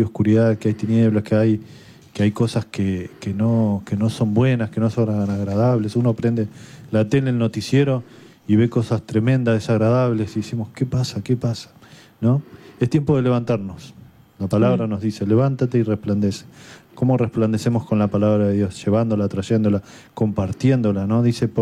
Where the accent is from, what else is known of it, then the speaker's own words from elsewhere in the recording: San Isidro, Buenos Aires Province, Argentina; Nosotros también somos de San Isidro, de la zona.